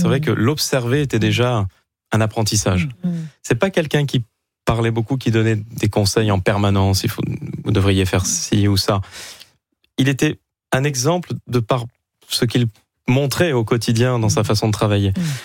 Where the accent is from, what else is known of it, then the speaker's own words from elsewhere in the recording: Marseille, Provence-Alpes-Côte d'Azur, France; born there; Marseille, la ville qui m'a vu naître